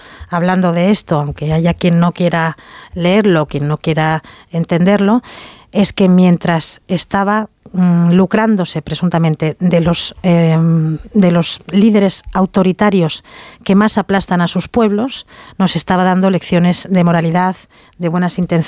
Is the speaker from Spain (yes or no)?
yes; Spain; sino por el daño que nos hace como españoles a la imagen de nuestro país